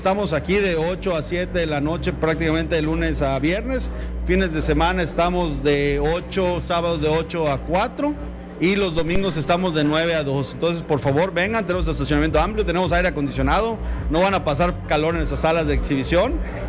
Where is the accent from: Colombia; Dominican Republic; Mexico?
Mexico; Yucatán; somos orgullosamente yucatecos, pero no solo yucatecos, sino sentimos que somos del sureste de México.